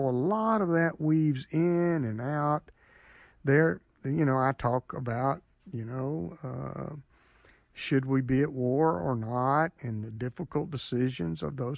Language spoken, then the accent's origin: English; Griffin, Georgia, United States; Going back to my hometown, not too distant down from now, Griffin, Georgia